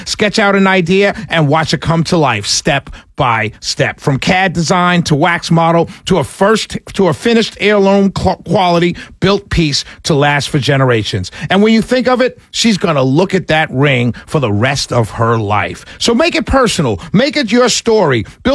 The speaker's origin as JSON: {"language": "English", "country": "United States", "said": "I'm from America. Did I tell you I was from America? I'm proud to be an American."}